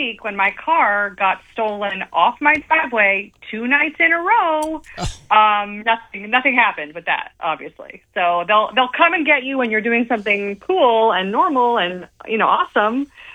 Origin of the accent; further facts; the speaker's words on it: Los Angeles, California, United States; now in Altadena, United States; my hometown and the Palisades burned down, and my childhood home.